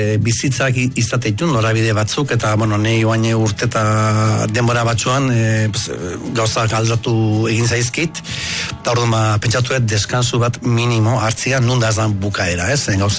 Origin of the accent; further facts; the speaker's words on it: Lasarte-Oria, Basque Country, Spain; born there; also born or lived in Ondarroa, Biscay; now in Larraul, Spain; sortu nintzen Bizkaian Ondarrun, bai, baina gali ez detinu esate, baina Gipuzkura torren nintzen Lasartera, ni 8 urte nitxula, orduan ere gaztaro gehien txuna, beti lotzen dut Lasarterekin